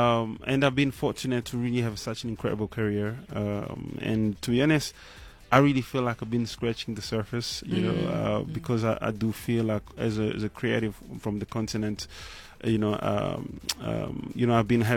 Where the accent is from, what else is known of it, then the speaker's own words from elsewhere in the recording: Goma, North Kivu, DR Congo; moved away; I'm named after my hometown, Goma.